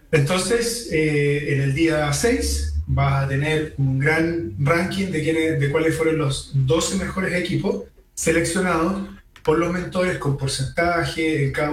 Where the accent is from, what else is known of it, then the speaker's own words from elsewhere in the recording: Chile; parte de mi rol como chileno